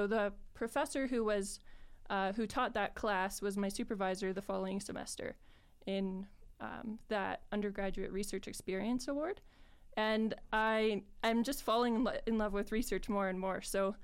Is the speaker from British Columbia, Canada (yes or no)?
yes; Smithers, British Columbia, Canada; moved away as an adult; now in Prince George, Canada; I was born in BC, but I lived most of my life in Smithers, just 4 hours away from here.